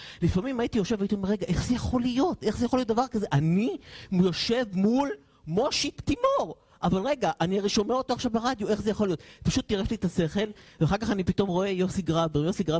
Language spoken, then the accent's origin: Hebrew; Haifa, Haifa District, Israel; אני בחור חיפאי אגב, שמגיע מחיפה, אין לי כזה רקע להיות בתרבות או משהו כזה, אני פשוט כזה פרובינציאל.